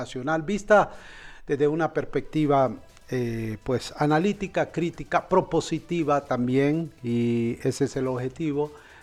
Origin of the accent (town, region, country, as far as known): Honduras